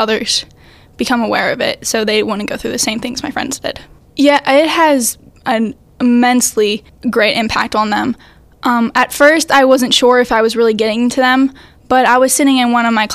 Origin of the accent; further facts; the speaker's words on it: South Allegheny, Pennsylvania, United States; I'm 17 from South Allegheny.